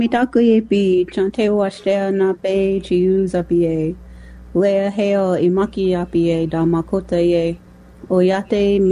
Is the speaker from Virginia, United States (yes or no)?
no; Los Angeles, California, United States; moved away as an adult; now in Minneapolis, United States; I consider myself like a transplant, urban native transplant. I grew up in the Los Angeles American Indian community. So moving out here almost 15 years ago